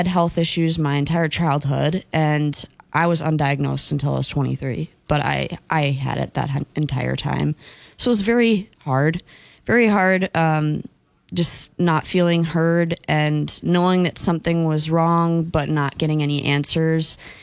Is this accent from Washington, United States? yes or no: no; Holmen, Wisconsin, United States; also born or lived in La Crosse, Wisconsin; Born and raised in Wisconsin, so born in La Crosse, and I grew up in Holman